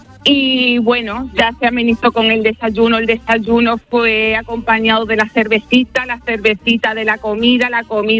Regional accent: Almendralejo, Extremadura, Spain; Sí, yo soy, bueno, soy de Almendralejo y sé que había gente de Almendralejo en Nueva York viendo España.

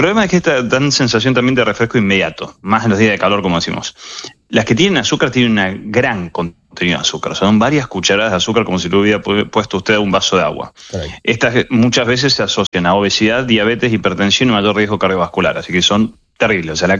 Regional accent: Argentina; Yo, siendo argentino, también lo tiene.

